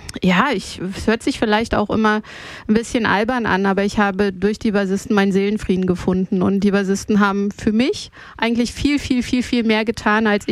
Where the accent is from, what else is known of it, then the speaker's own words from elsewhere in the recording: East Germany, Germany; ich bin in den im Osten groß geworden